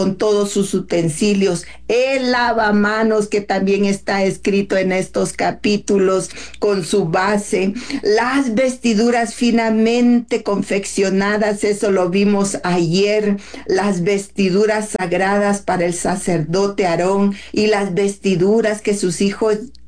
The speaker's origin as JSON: {"language": "Spanish", "country": "Guatemala", "moved": "yes", "lives_now": "Mexico", "said": "hablando como guatemalteca"}